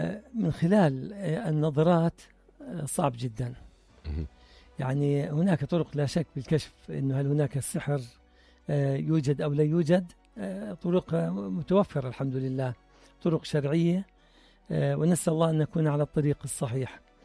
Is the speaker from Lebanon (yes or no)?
no; Hebron, West Bank, Palestine; طبعا إحنا من الخليل